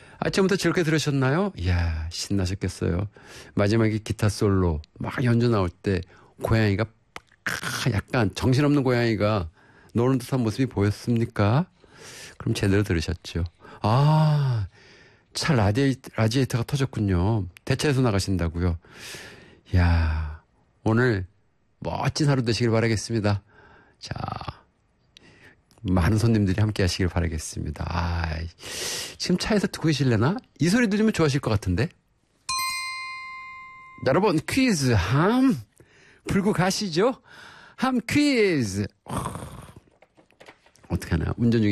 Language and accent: Korean; Ganseong, Gangwon, South Korea; born there; moved away; 제가 고향이 태어난 곳이 강원도 저 북쪽 가까운 곳 고성 간성이라는 곳에 태어났거든요.